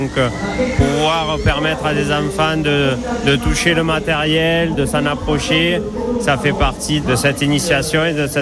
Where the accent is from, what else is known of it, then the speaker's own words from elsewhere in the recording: Nîmes, Occitanie, France; je suis né à Nîmes. Et donc j'ai respiré le taureau étant jeune